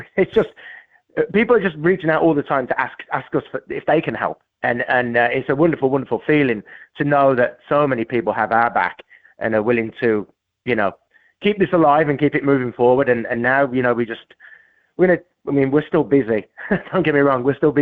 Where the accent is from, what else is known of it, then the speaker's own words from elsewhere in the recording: Birmingham, West Midlands, United Kingdom; moved away as an adult; now in South Milwaukee, United States; England, I'm from Birmingham. My family are from Ireland, which is why we have an Irish pub. And I love my heritage from Ireland too. But yeah, I grew up in England. I was there for 20 years and then moved to Wisconsin now 30 years ago.